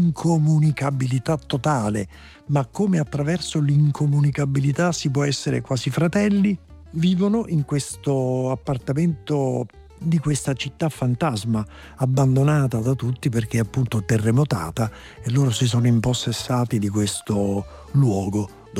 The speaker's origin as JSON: {"language": "Italian", "town": "Naples", "region": "Campania", "country": "Italy", "tie": "born there", "lives_now": "Pozzuoli, Italy", "said": "io sono flegreo, perché sono nato a Bagnoli, attualmente da circa 20 anni vivo a Pozzuoli, dove viviamo il bradisismo, le scosse di terremoto"}